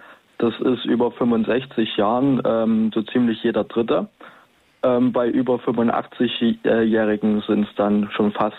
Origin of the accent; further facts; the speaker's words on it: Leipzig, Saxony, Germany; Nee, also wir kommen aus Leipzig. Wir sind tatsächlich also in Ostdeutschland zugange.